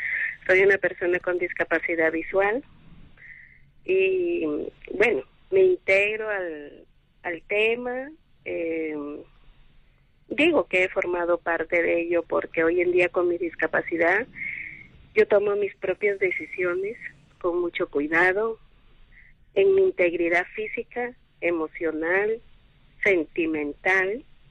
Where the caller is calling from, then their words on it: Piura, Peru; le hablo desde Piura, padre.